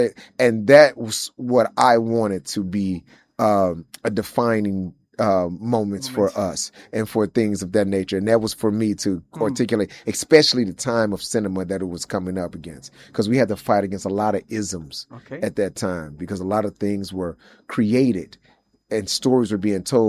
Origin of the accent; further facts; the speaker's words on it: St. Louis, Missouri, United States; And I grew up in St. Louis. St. Louis is full of a lot of love, a lot of great people